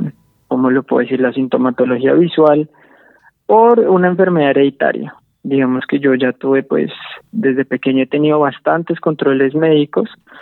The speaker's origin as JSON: {"language": "Spanish", "region": "Bogotá", "country": "Colombia", "tie": "born there", "said": "Yo nací en Bogotá. Soy del año 94. Tengo 32 años actualmente."}